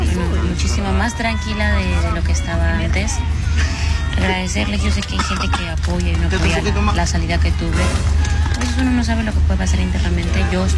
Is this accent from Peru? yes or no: yes; Lima, Peru; yo soy de Lima y ahora vivo con mi papá nuevamente